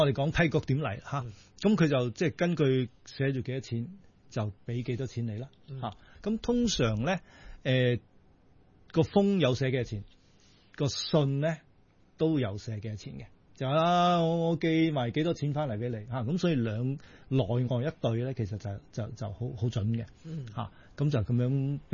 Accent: Chaoshan, Guangdong, China; 我哋以潮汕地區為例啦

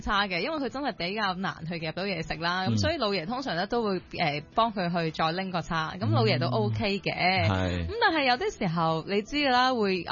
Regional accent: Hong Kong

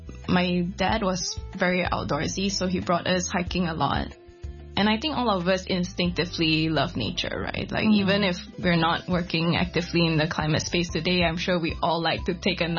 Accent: Penang, Malaysia; I grew up in Penang, born and raised, and I did my entire primary, secondary school education in a public school in Penang.

